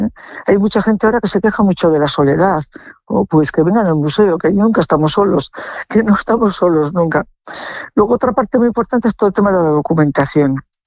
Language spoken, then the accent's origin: Spanish; Gallarta, Basque Country, Spain; vengo de un pueblo alegre, de un pueblo con mucha gente en la calle